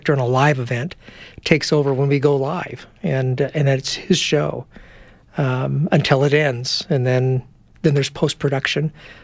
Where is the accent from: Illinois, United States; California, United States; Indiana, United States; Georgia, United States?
California, United States; Palm Springs; Well, I grew up in California in Palm Springs and was really always kind of interested in photography, but loved science.